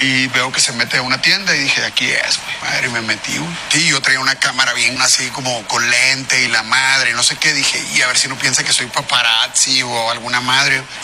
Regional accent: Tijuana, Baja California, Mexico; moved away; soy de Tijuana, viví en Tijuana

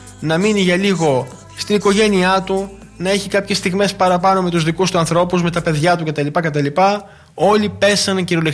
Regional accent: Greece; ως Έλληνες

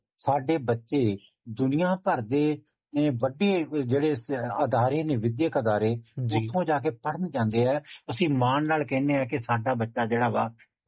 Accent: Amritsar, Punjab, India; first language Punjabi; ਸਾਡੇ ਅੰਮ੍ਰਿਤਸਰ ਸ਼ਹਿਰ

